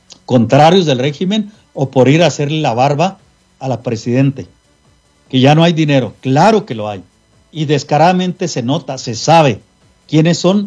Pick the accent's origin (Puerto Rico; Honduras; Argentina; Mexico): Mexico